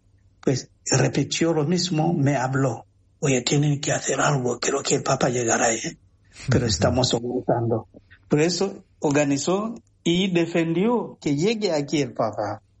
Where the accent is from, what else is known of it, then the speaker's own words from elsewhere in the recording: Tanzania; Spanish is a second language; Y llevaba párroco como 13 años en una parroquia allá en mi tierra. Pues era también la parroquia en la ciudad más importante, la ciudad muy comerciante en Tanzania.